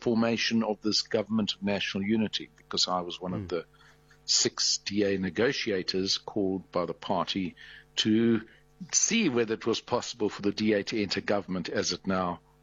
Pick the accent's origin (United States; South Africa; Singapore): South Africa; also born or lived in Argentina; the history that I'd lived through in South Africa, which was quite tumultuous from my birth in late 1956 right through to 2007.